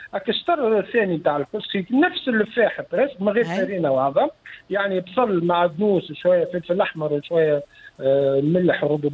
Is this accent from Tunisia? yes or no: yes; Tunisia; وانا تونسي